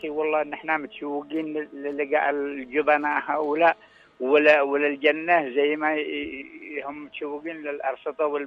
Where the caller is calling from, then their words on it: Hajjah, Yemen; من محافظه حجه.